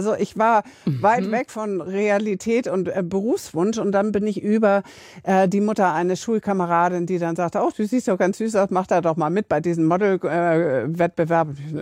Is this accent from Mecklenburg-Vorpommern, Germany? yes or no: no; Hamburg, Germany; Eppendorfer Landstraße 18, Ecke Hornstraße. Da bin ich groß geworden, in einem Mehrfamilienhaus.